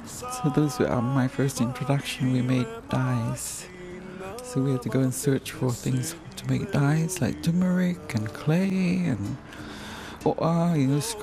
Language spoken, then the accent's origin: English; Samoa; English is a second language; But I was brought up in the Arabian Nights and Shakespeare. Hans Andersen fairy tales, you know, Cinderella and the gang, and so it's all that, all mixed together with Samoan stories